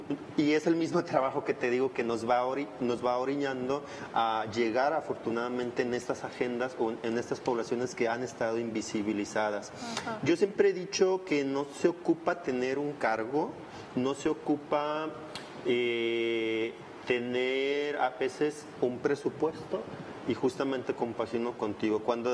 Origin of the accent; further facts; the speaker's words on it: Tepic, Nayarit, Mexico; Aquí no es decir, pues es que soy de Nayarit, soy de Tepic.